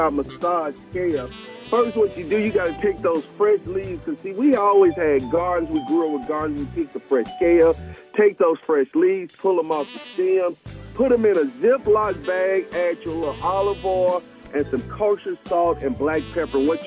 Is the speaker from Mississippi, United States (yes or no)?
yes; Mississippi, United States; that's who really influenced that in me while I was growing up in Mississippi.